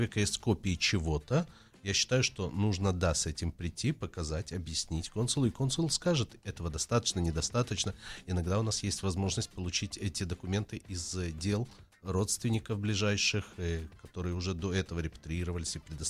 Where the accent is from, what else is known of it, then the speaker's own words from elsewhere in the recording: Kyiv, Ukraine; moved away as an adult; now in Israel; Я из Украины, я приехал из города Киев